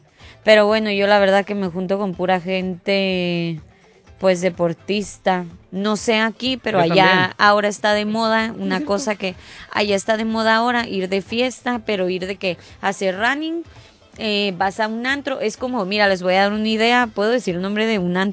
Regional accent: Mexico; now in Spain

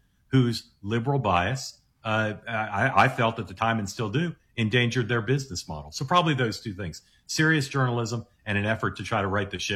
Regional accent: Washington, District of Columbia, United States; also born or lived in Manhattan; I grew up in Washington. I've lived in Manhattan almost my entire adult life.

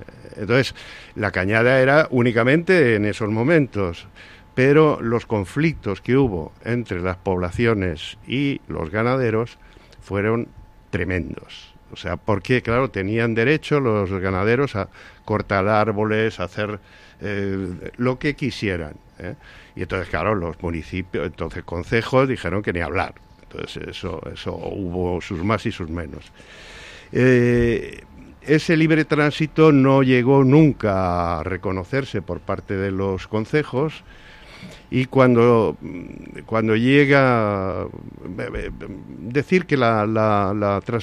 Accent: Madrid, Community of Madrid, Spain; now in Galapagar, Spain; Yo era madrileño, digo era, y como tal madrileño, pues uno se siente apátrida

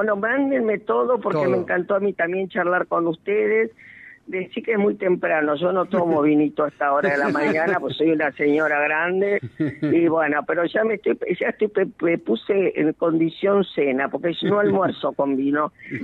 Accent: Argentina; pero todos vivimos en Buenos Aires y la provincia de Buenos Aires. Pero, y amamos nuestra patria

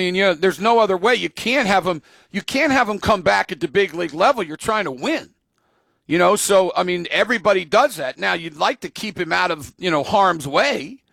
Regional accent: Baltimore, Maryland, United States; my hometown, Baltimore

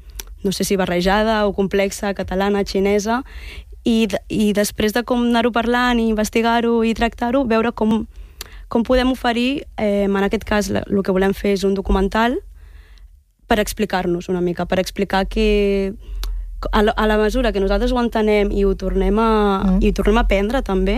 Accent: Tarragona, Catalonia, Spain; Jo dic que sóc de Tarragona.

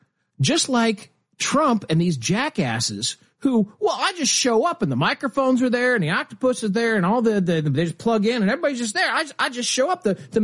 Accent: Nebraska, United States; And my dad, you know, we're from Nebraska.

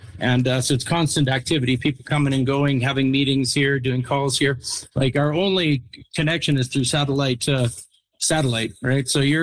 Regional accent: Saskatchewan, Canada; here we are from Saskatchewan doing this.

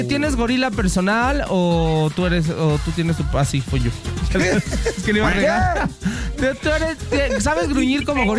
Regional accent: Mexico; Como mexicanos ganamos todos los días

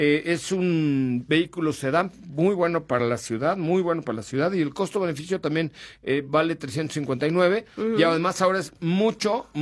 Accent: Mexico City, Mexico; de la Ciudad de México.

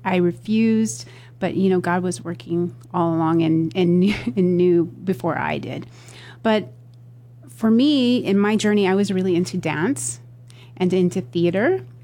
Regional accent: Hawaii, United States; also born or lived in Racine, Wisconsin; Well, I would say I was born in Racine, Wisconsin, but in about third grade, my parents got divorced, and so my mom took my brother and I to live in Hawaii with my grandparents.

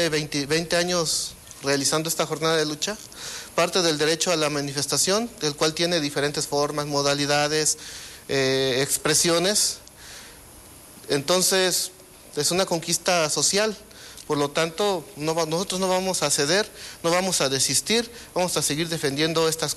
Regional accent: Morelia, Michoacán, Mexico; compañeros que somos de aquí de Morelia

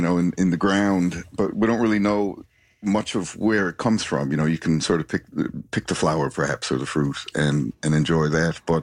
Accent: Carbonear, Newfoundland and Labrador, Canada; I used to go by there, you know, when I was, again, growing up in Carbonear, like we'd always, usually when I'd be going up the shore, down the shore

